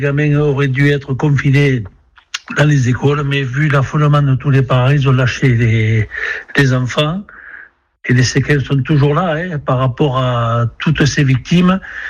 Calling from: Occitanie, France; moi, j'habite en Frouzès

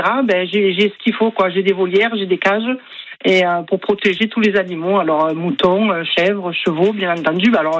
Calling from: Brue-Auriac, Provence-Alpes-Côte d'Azur, France; Alors moi j'habite à Bru-Aurillac

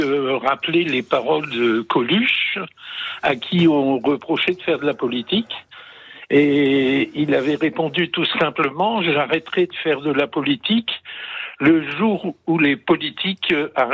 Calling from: Auvergne-Rhône-Alpes, France; De l'Ardèche.

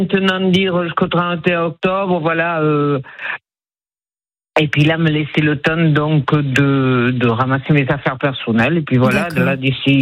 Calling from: Nouvelle-Aquitaine, France; je vous appelle donc de Brache.

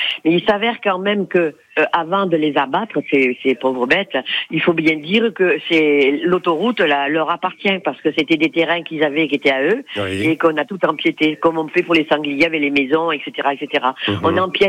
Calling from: La Bouilladisse, Provence-Alpes-Côte d'Azur, France; je suis à la Bouilladis

